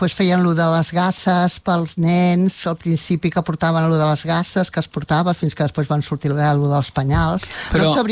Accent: La Rierada, Catalonia, Spain; jo vaig néixer a la Rierada, vaig anar a escola a la Rierada, teníem una escola on anàvem nens i nenes.

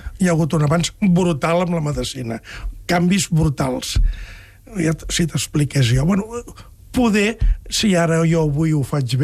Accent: Catalonia, Spain; sóc de la Cerdanya jo, els pagesos del meu poble fa molts anys que em deien

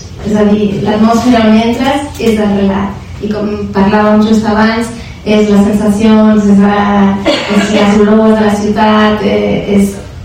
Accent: Barcelona, Catalonia, Spain; Jo soc de Nou Barris, que és de l'Extrarradio

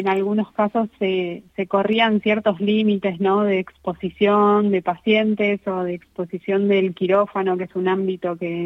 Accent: Argentina; Pero bueno, primero soy argentina, no sé si se nota por cómo hablo.

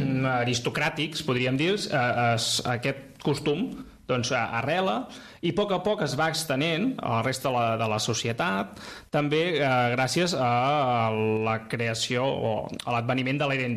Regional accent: Munich, Bavaria, Germany; de Múnich de tota la vida, vull dir que...

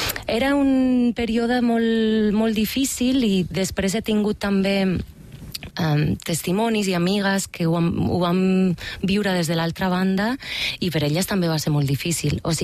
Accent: Bilbao, Basque Country, Spain; Catalan is a second language; També és veritat que quan jo vaig créixer a Bilbao era una situació molt difícil.

